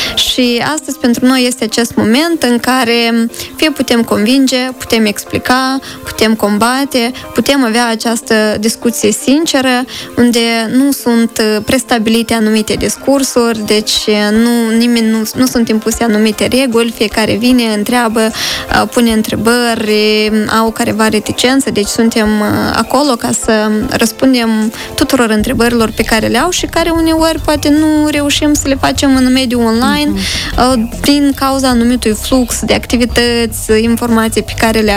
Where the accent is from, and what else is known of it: Moldova